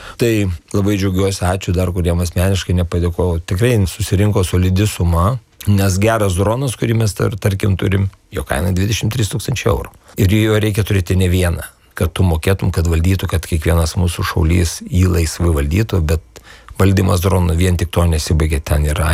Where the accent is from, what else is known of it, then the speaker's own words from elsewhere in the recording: Samogitia, Lithuania; also born or lived in Klaipėda; now in Vilnius, Lithuania; kaip mes žemaičiai mėgstam sakyti